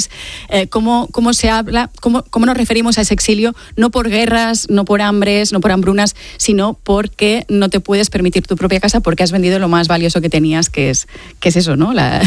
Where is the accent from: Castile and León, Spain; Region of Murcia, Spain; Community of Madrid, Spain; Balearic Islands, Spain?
Balearic Islands, Spain; now in Barcelona, Spain; Yo soy mallorquina, llegué a Barcelona para estudiar la carrera